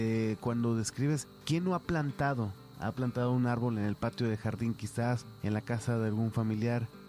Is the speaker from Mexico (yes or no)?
yes; Michoacán, Mexico; tengo un árbol que planté muy de niño allá en Michoacán con mi abuela, y cada vez que la voy a ver, pues las raíces están con ellas, ¿no?